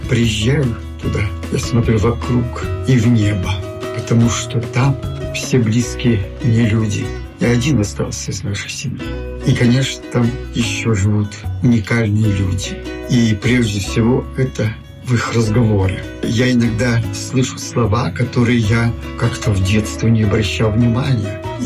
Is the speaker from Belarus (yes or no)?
yes; Ivashkovichi, Gomel Region, Belarus; born there; now in Mogilev, Belarus; Я родился на Полесье, деревне Ивашковичи, в Петриковском районе.